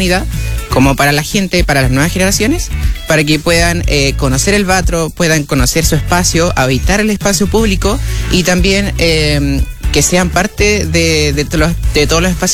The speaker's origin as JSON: {"language": "Spanish", "country": "Chile", "said": "Sí, latinoamericanos, pero claro, soy el único chileno, y claro, venir desde una localidad alejada que nadie conoce y mostrar y llegar hasta este país"}